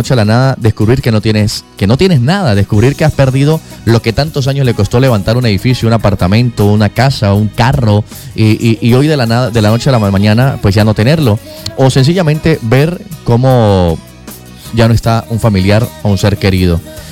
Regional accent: Venezuela

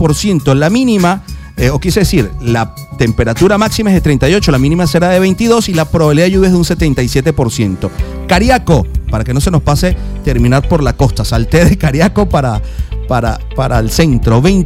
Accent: Puerto La Cruz, Anzoátegui, Venezuela; En mi tierra natal, allá en Puerto La Cruz, en el estado Anzoátegui

